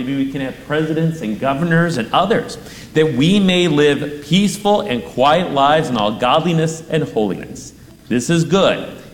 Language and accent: English; United States; How many of you are Americans? Yeah, me too. So we live here in the United States of America.